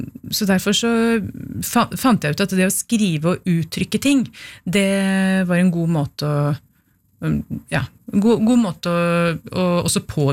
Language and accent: Norwegian; Oslo, Norway; første året på barneskolen, da jeg gikk på Ellingsråsen.